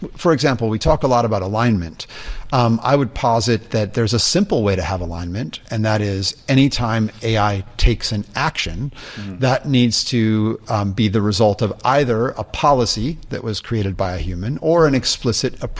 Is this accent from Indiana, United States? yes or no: yes; Indiana, United States; I'm a skateboarder from Indiana.